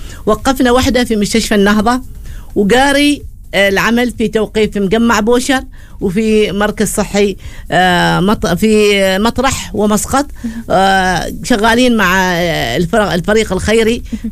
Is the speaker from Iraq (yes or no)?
no; Oman; قليل عندنا في عمان